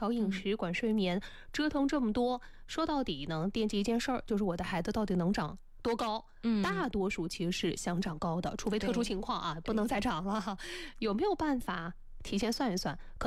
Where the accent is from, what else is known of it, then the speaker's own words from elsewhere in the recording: China; 我们中国人